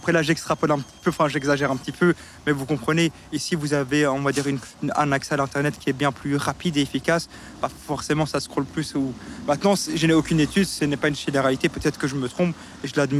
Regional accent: Ixelles, Brussels-Capital Region, Belgium; born there; moi, à la base, je suis né ici à Ixelles.

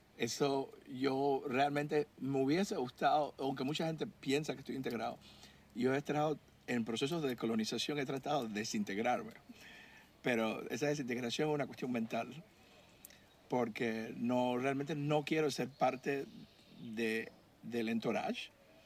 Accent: Panama; now in Netherlands

